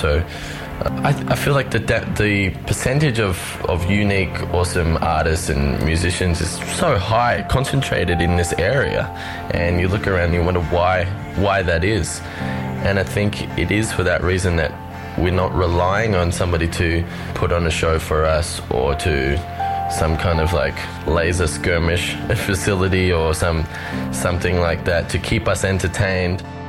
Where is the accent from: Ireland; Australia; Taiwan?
Australia; Alice Springs, Northern Territory; also born or lived in China; I grew up in Alice Springs.